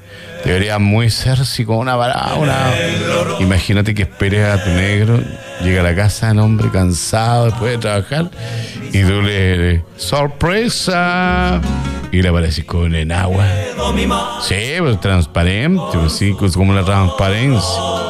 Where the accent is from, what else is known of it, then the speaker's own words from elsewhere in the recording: Chile; somos todos chilenos